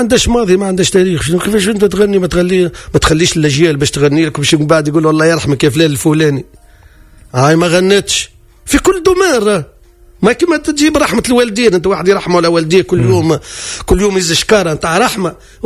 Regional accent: Gafsa, Gafsa Governorate, Tunisia; نمشي لحومتنا الحارة وحومة الواد وقفصة كبيرة ونسلم على القفاصة في كل بلاصة

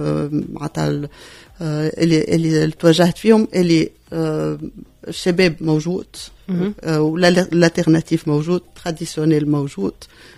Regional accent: Tunisia; now in Puerto Rico; وما فماش تونسي في بورتوريكو. فما انا وفما تونسي اخر

